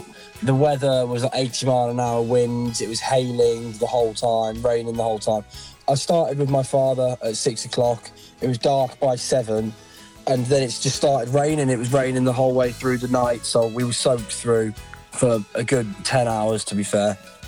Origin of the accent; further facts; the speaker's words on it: Stourport-on-Severn, West Midlands, United Kingdom; I'm from Starport-on-Severn in Worcestershire.